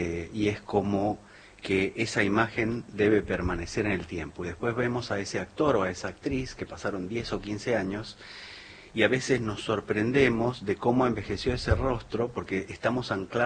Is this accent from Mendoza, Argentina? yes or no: yes; Palmira, Mendoza, Argentina; Estudié en la Universidad Nacional de Cuyo, soy de un pueblito de Palmira, que le mando un saludo a toda